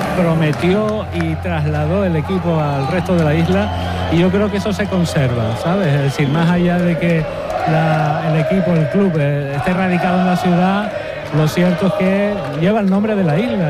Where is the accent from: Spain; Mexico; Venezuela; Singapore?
Spain; Santa Cruz de Tenerife, Canary Islands; Yo soy de Santa Cruz, pero el club es de la isla.